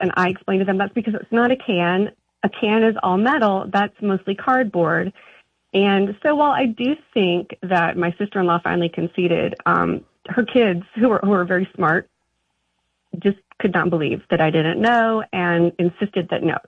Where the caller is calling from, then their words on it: Charlotte, North Carolina, United States; calling from Charlotte.